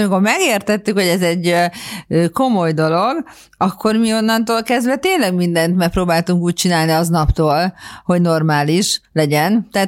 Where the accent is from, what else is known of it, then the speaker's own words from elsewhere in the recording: Budapest, Hungary; also born or lived in Africa; én a Népköztársaság útján most András út nőttem föl, 5 percre a bazilikától